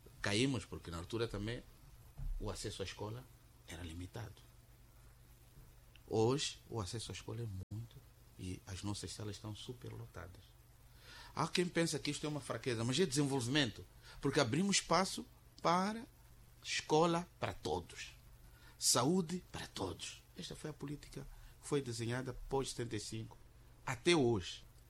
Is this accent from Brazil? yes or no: no; Quelimane, Zambezia, Mozambique; Eu cresci em Kilimane, nos bairros